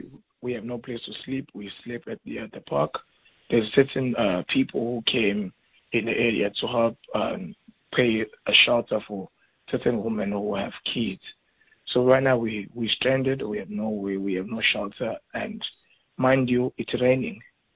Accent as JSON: {"language": "English", "country": "DR Congo", "tie": "born or raised there", "lives_now": "South Africa", "said": "Mind me, as a person that you're talking to, I'm Congolese, I'm documented, have papers, I grew up here in South Africa."}